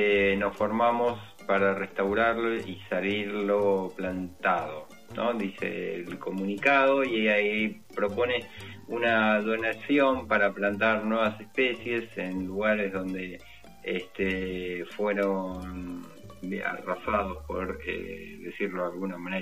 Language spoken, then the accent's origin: Spanish; Buenos Aires, Argentina; somos porteños y no entendemos nada.